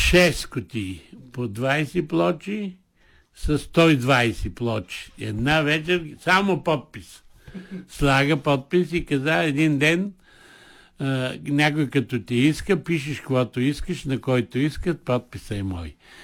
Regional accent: Haskovo Province, Bulgaria; Тя от Татарево, аз съм от Петелово. Значи, като тръгнеш от моето село, се минава Караманци, Пахиево

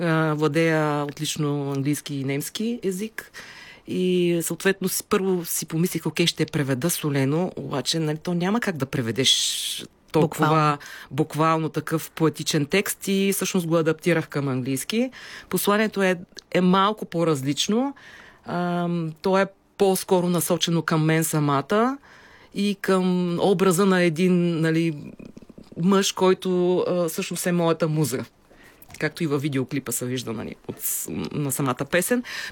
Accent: Shabla, Dobrich Province, Bulgaria; аз съм родом от Шабло, аз съм израснала на морето, той изцяло в мен.

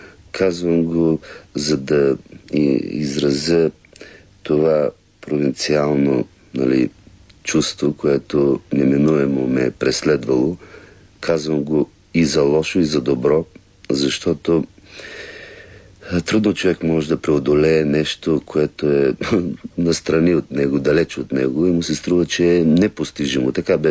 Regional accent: Elhovo, Yambol Province, Bulgaria; moved away as an adult; now in Sofia, Bulgaria; на моята биография е деня, в който съм се родил, естествено. Това се случи в Елхово, там някъде е станало началото. И доста дълго време се чувствах много добре в моя роден град. Някъде около 18-19 години живях там.

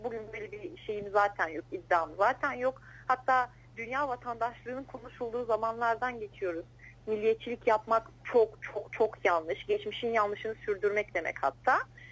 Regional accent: Kardzhali, Kardzhali Province, Bulgaria; Bulgaristan'da doğmuş olsam da Bulgaristan'ı aslında çok iyi tanımadığımı fark ettim. Ben Kırcal doğumluyum. Birkaç kez Sofya'da bulunmak dışında Kırcal'den pek çıkmadım.

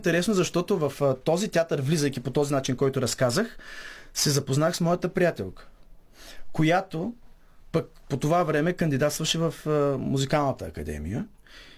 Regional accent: Gabrovo, Gabrovo Province, Bulgaria; moved away as an adult; now in Stara Zagora, Bulgaria; понеже аз съм от Габрова, тя от Търново

